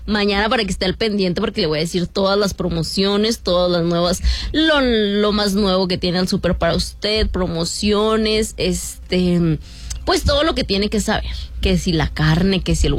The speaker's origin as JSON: {"language": "Spanish", "country": "Mexico", "said": "porque pues como buenos mexicanos andamos todos de última hora."}